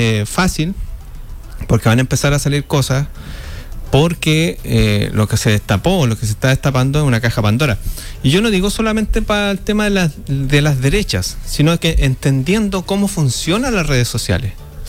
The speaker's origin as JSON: {"language": "Spanish", "country": "Chile", "said": "uno como chileno está con esa fibra patriótica"}